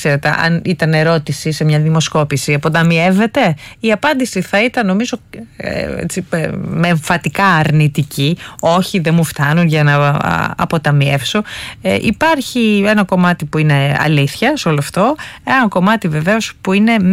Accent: Greece; εμείς ως Έλληνες

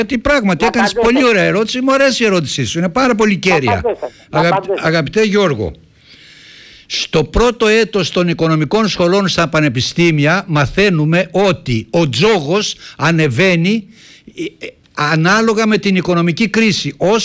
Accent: Greece; Είμαι από τους Έλληνες που δεν λέω ότι γνωρίζω τα πάντα.

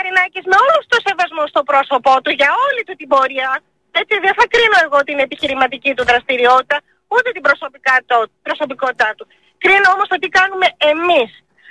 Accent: Greece; Και είμαι μία από τις Ελληνίδες η οποία ταξιδεύει διαρκώς στο εξωτερικό και πονάει η ψυχή μου όταν βλέπω τη χώρα μου να ρημάζει.

